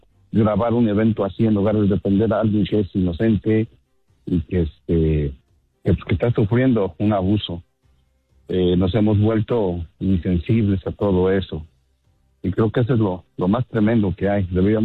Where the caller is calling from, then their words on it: Vero Beach, Florida, United States; yo soy … de aquí de la Florida, exactamente de Vero Beach